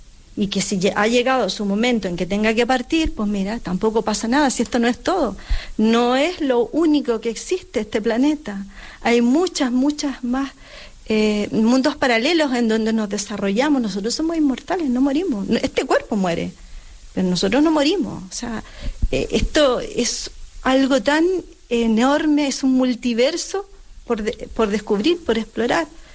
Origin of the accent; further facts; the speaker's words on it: Chile; soy chilena.